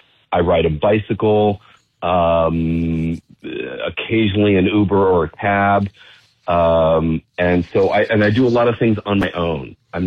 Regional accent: Cleveland, Ohio, United States; moved away as an adult; now in New York City, United States; I'm gunning for my hometown, Flash. Okay. Like, it doesn't, you know, you can take the boy out of Cleveland, as they say.

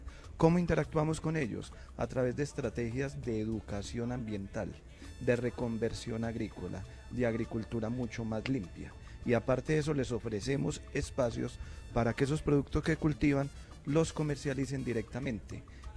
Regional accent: Medellín, Antioquia, Colombia; yo soy nativo del corregimiento de Santa Elena.

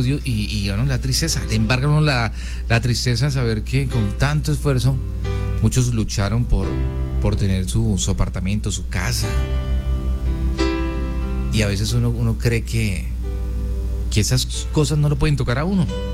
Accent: Llanos Orientales, Colombia; Oiga, espectacular mi cielo en los Llanos Orientales. Cada día me enamoro más de mi tierra, de mi gente.

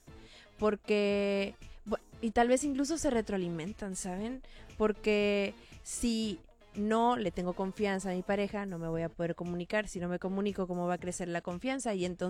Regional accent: Mexico; somos mexicanos

